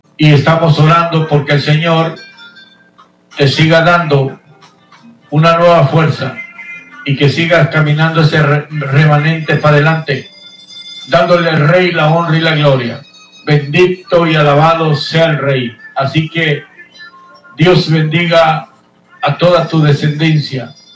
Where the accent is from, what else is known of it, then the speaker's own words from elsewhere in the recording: Guatemala; moved away; Guatemala, mi tierra natal.